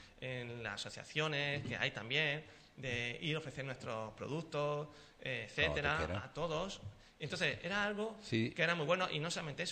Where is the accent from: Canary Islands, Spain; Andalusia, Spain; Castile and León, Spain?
Andalusia, Spain; Sanlúcar; Porque si hay una subvención para todo Sanlúcar, nosotros somos de Sanlúcar.